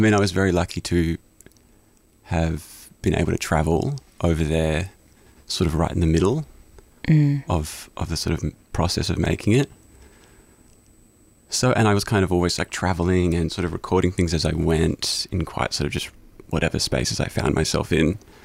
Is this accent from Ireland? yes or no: yes; Ireland; well, I'm Irish, so I'm going to create a traditional Irish folk album